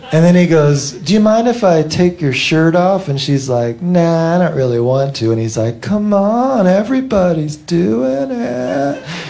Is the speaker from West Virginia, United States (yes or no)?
yes; Morgantown, West Virginia, United States; born or raised there